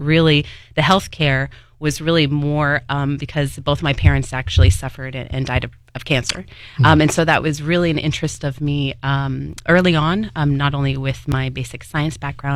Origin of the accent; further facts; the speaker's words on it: Seattle, Washington, United States; moved away as an adult; also born or lived in East Coast / New York City; now in Honolulu, United States; Originally from the suburbs of Seattle. Mm-hmm. I moved here about 9 years ago. I was in Seattle for a while and then did all my training on the East Coast. So I came directly from New York City.